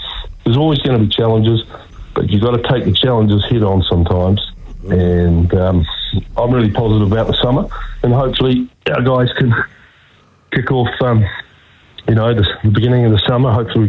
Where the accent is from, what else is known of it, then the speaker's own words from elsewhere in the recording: New Zealand; I'm a Kiwi. I played for New Zealand. I played as a kid at Cornwall Cricket Club